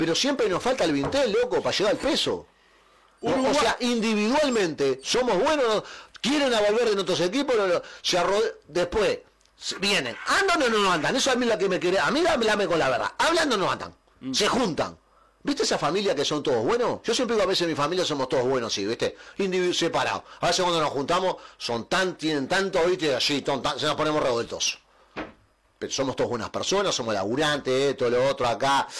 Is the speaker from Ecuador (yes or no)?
no; Uruguay